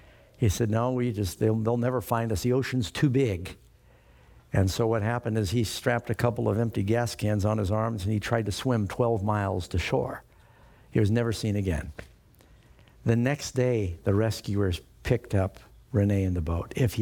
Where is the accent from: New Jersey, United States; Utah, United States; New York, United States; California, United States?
New York, United States; New York City; I grew up in New York City